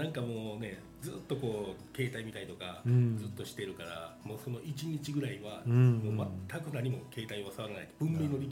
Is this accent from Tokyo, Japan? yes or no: no; Akashi, Hyogo, Japan; 明石にはなるんですけど、うん、西明石の方ですね